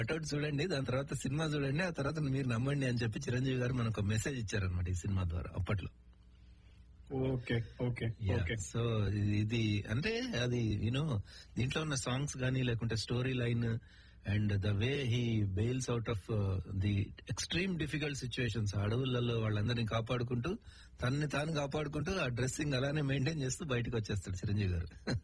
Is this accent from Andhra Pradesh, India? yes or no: no; Khammam, Telangana, India; moved away; మా సొంత ఊరు ఖమ్మంలో చూసిన సినిమా ఇది